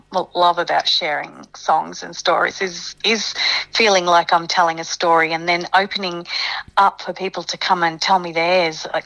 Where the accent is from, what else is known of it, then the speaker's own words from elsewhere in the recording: Ipswich, Queensland, Australia; accent: ocker; So I grew up just near Ipswich in Queensland, sort of in between Ipswich and Brisbane.